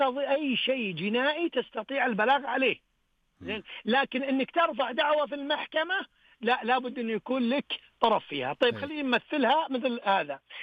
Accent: Saudi Arabia; عندنا في المملكة العربية السعودية

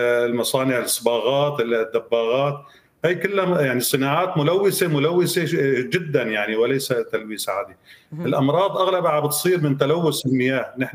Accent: Aleppo, Aleppo Governorate, Syria; عندنا في حلب

